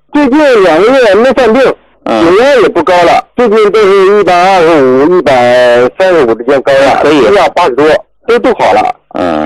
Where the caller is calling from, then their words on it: Hebei, China; 我家是河北的，